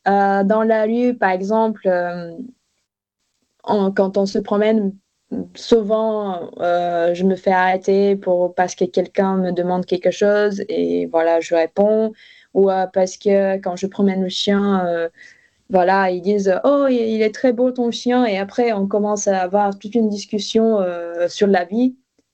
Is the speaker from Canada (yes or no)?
no; Bulgaria; French is a second language; now in France